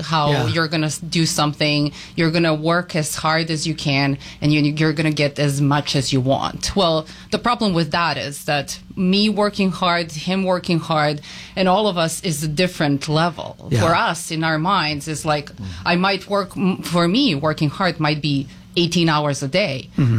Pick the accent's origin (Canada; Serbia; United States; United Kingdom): Serbia; So I was raised in Serbia, and at that time it was a socialist country.